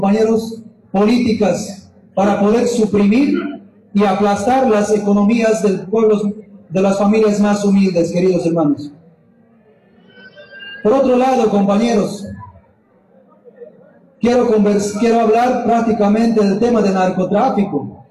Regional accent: Bolivia; como bolivianos y bolivianas

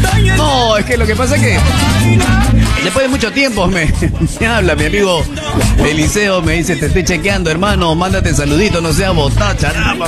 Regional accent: Peru; Yo del sur del Perú, un abrazo muy especial para la gente del sur.

